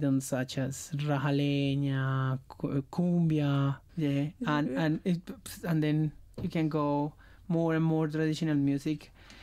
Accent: Colombia; I am from Latin America. I'm from Colombia. I play the bass.

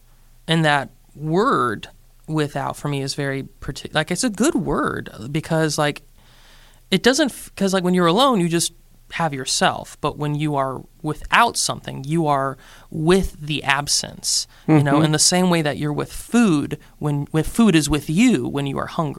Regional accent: South Carolina, United States; also born or lived in New York; I was raised in South Carolina, yes, but I lived back and forth in New York for a few years.

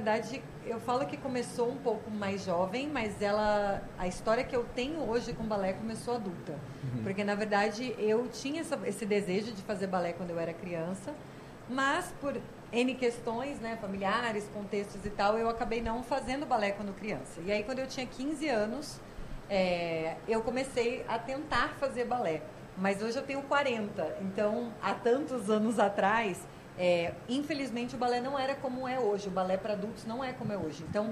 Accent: Rio de Janeiro, Brazil; moved away as an adult; also born or lived in São Paulo; Cursei a faculdade no Rio de Janeiro, que eu sou carioca, né? Eu vim do Rio. Fiz medicina lá. Depois, eu fui para São Paulo

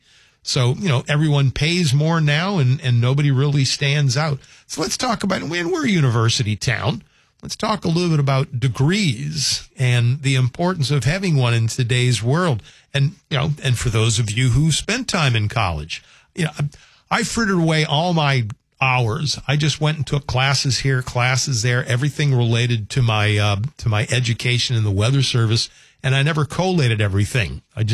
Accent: New Orleans, Louisiana, United States; I mean, good grief, I'm from New Orleans

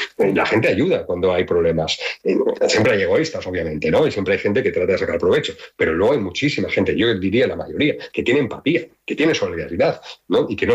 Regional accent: Valencian Community, Spain; yo me acuerdo de la Dana, yo soy valenciano

